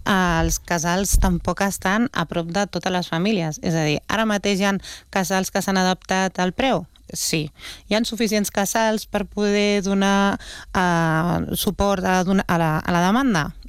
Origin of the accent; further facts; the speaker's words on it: Montcada i Reixac, Catalonia, Spain; Jo sóc de Montcada